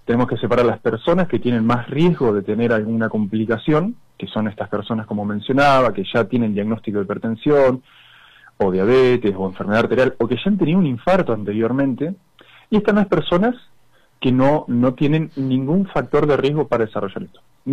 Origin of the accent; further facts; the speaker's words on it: Argentina; vamos a vivirlo como argentinos que somos.